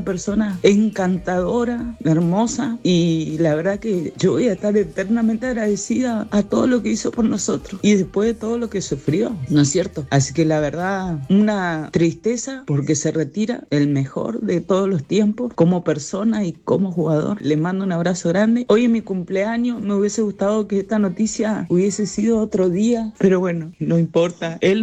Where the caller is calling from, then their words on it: Corrientes, Argentina; soy de Corrientes Capital.